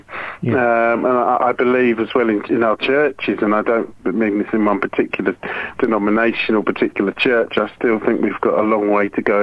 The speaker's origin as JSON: {"language": "English", "town": "Norwich", "region": "East of England", "country": "United Kingdom", "tie": "born or raised there", "also_born_or_lived": "Worcester", "said": "I grew up in Norwich, actually. I was born in Worcester."}